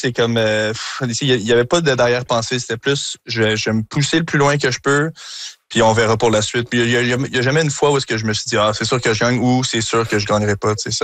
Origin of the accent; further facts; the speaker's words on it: Montreal, Quebec, Canada; Ben je pense que vous le savez, je suis Montréalais dans l'âme